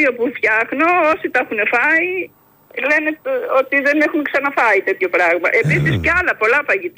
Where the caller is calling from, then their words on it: Central Greece, Greece; Είμαι από χωριό, δεν είμαι μέσα από την Κάριστο.